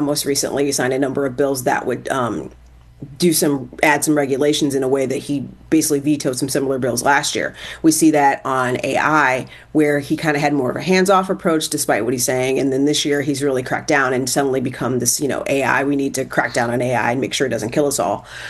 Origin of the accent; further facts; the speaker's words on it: Ohio, United States; also born or lived in Indiana; I'm originally from Ohio, and I spent some time in Indiana, and I am constantly shocked every time I go back to those states